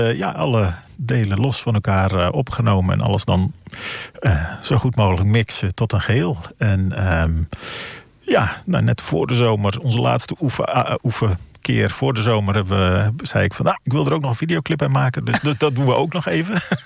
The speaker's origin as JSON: {"language": "Dutch", "region": "Groningen", "country": "Netherlands", "said": "Maar dat zal komen door mijn roots, dat ik uit Noord-Groningen kom."}